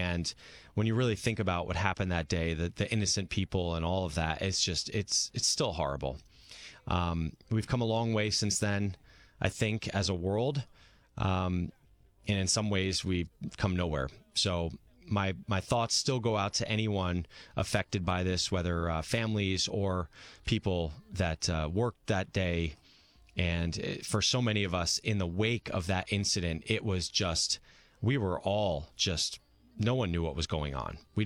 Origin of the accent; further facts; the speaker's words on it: New Jersey, United States; I could see them from my street where I grew up in New Jersey